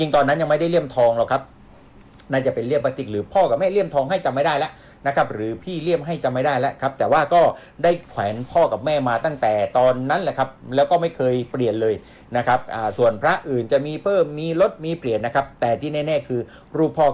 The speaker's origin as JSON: {"language": "Thai", "region": "Nakhon Si Thammarat", "country": "Thailand", "tie": "born or raised there", "moved": "yes", "lives_now": "Bangkok, Thailand", "said": "ผมเองก็เป็นคนที่เกิดที่จังหวัดนครศรีธรรมราช"}